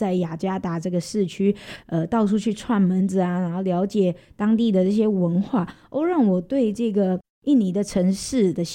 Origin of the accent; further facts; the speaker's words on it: Taiwan; 我们是来自台湾各地，大家都不认识。